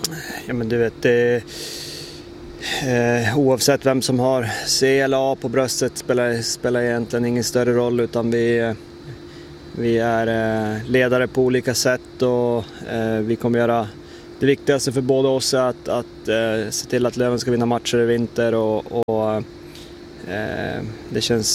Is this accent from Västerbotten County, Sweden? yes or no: yes; Umeå, Västerbotten County, Sweden; jag, Axel och Marcus Björk, vi är uppvuxna här på Teg, vi är, ja, men lövare sen vi föddes